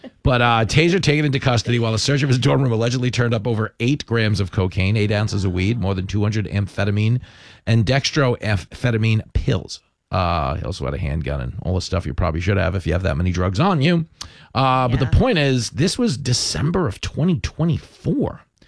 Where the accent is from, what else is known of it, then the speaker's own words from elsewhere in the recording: Levittown, United States; I mean, where I grew up in Levittown, we were drinking beer in like sixth grade.